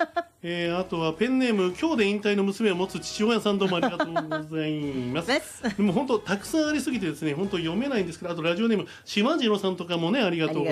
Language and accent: Japanese; Hasuda, Saitama, Japan; 私は蓮田市っていうところ出身なので